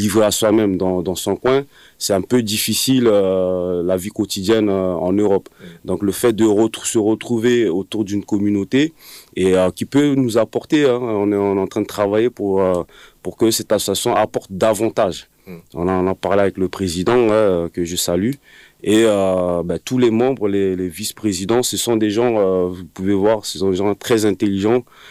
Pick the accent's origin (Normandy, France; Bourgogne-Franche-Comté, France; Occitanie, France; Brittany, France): Occitanie, France; Montpellier; j'ai grandi à Montpellier.